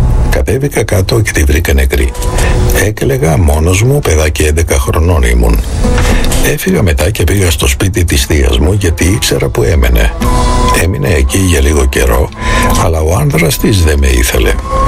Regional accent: Syria; Greek is a second language; moved away; ο πατέρας μου έκανε πολλά καλά στην πατρίδα μου λόγω της δουλειάς του. Το όνομα του πατέρα μου έγινε πολύ γνωστό μέσα από το έργο του. Μια μέρα μπήκαν οι αντάρτες, οι φανατικοί Ισλαμιστές στο σπίτι μας, που βρισκόταν σε μια παραθαλάσσια μεσογειακή πόλη της Συρίας.

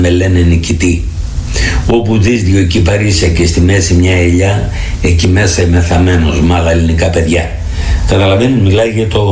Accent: Epirus, Greece; εκτός από το χωριό μου εκεί. Από τη Θεσποτεία.

